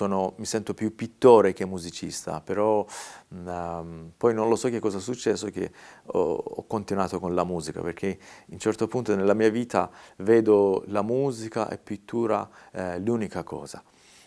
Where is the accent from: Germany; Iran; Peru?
Iran; Isfahan; Italian is a second language; moved away as an adult; now in Italy; io vengo da Isfahan o Esfahan, la mia città natale.